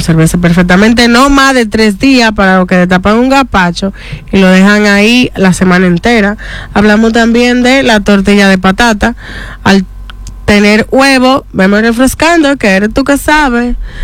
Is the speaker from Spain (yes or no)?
no; Dominican Republic